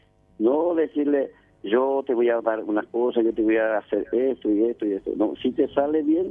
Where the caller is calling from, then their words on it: Paraguay; mis paisanos, digamos, que somos paraguayos